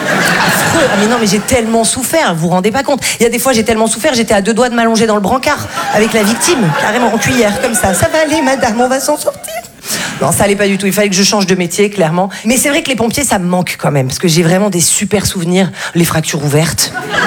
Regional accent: Val-de-Blore, Provence-Alpes-Côte d'Azur, France; là d'où je viens, c'était assez compliqué les trajets en ambulance, parce que moi, je viens d'un tout petit village qui s'appelle Val-de-Blore.

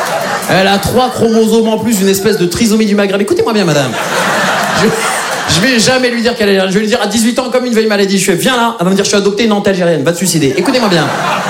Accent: Morocco; Et moi, je suis marocain, grâce à Dieu

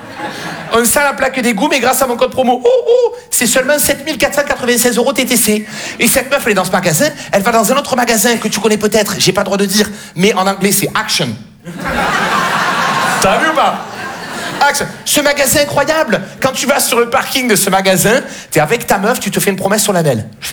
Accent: Marseille, Provence-Alpes-Côte d'Azur, France

